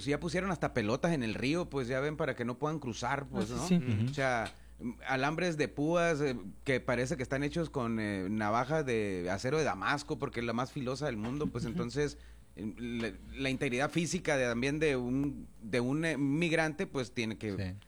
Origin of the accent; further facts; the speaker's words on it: Mexico; o sea, somos mexicanos, mi estimado, entonces si no cabe una tortilla, pues a ver cómo le hacemos, pero siempre cruzan, pues, ¿no?